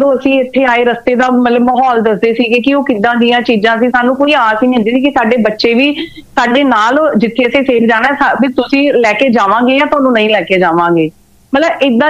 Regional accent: Sangrur, Punjab, India; actually ਅਸੀਂ ਨਾ ਮੈਂ ਸੰਗਰੂਰ ਤੋਂ ਹਾਂ ਤੇ ਮੈਂ ਨਾ 3-4 ਸਾਲ ਪਹਿਲਾਂ ਸੰਗਰੂਰ ਗਈ ਸੀ

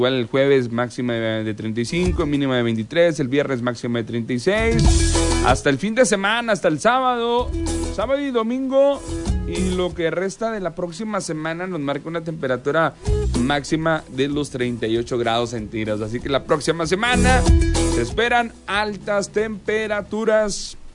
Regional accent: Mexico

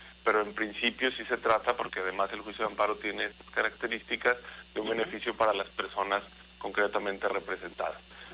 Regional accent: León, Guanajuato, Mexico; yo soy leonés, soy guanajuatense, he sido un par de veces candidato a la presidencia municipal de León

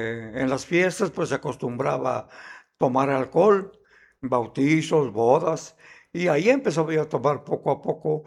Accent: Asunción Nochixtlán, Oaxaca, Mexico; Yo soy de acá de la Mixteca, de Nochitlán.

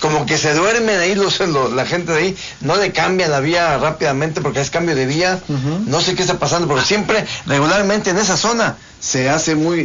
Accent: Ciudad Victoria, Tamaulipas, Mexico; born there; Yo nací aquí en Victoria.

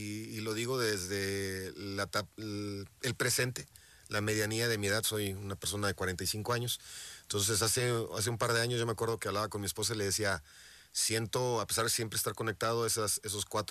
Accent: Tamaulipas, Mexico; Yo también soy de Tamaulipas, compadre.

